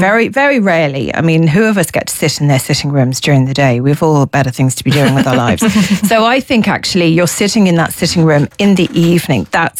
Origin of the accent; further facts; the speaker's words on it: London, United Kingdom; moved away; I'm from London originally